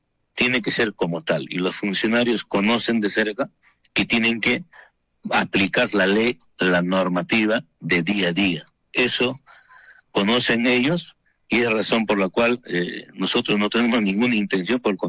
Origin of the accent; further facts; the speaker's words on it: Peru; yo soy peruano, tengo todo el derecho y el perfil de trabajar.